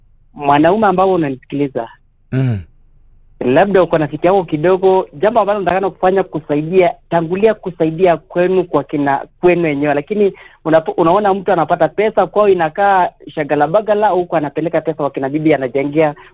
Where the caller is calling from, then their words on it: Moi's Bridge, Uasin Gishu County, Kenya; Natoka maeneo ya Jabali, Mosbridge, Washingishu County.